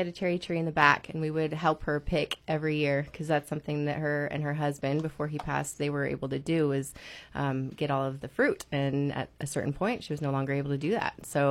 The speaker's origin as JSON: {"language": "English", "town": "Tahoe", "region": "California", "country": "United States", "tie": "born or raised there", "said": "I grew up in Tahoe, so I didn't make it too far."}